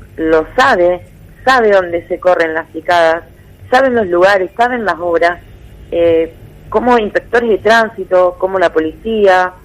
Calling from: Santo Tomé, Santa Fe, Argentina; Yo vivo en Santo Tomé

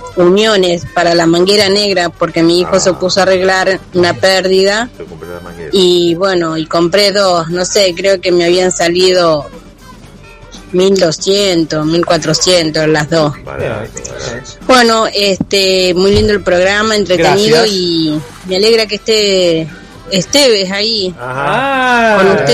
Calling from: Argentina; de Barrio Belgrano.

